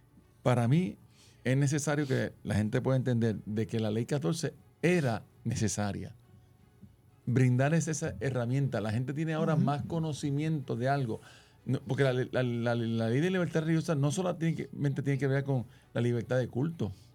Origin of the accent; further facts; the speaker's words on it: Caguas, Puerto Rico; Yo me crié en un barrio en Cagua donde la entrada del barrio mío era un templo espiritista.